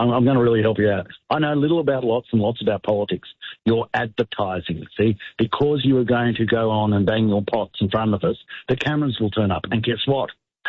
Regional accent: Australia; I've never felt unsafe as an Australian politician, and I love that.

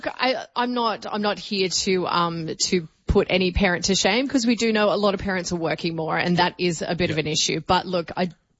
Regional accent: Australia; not being English, I grew up in Australia

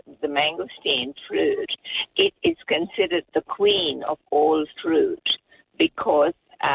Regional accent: Singapore; moved away; I grew up in Singapore

